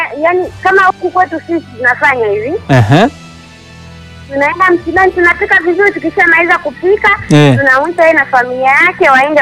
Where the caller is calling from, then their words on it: Mbeya, Tanzania; natokea mkoa wa Mbeya.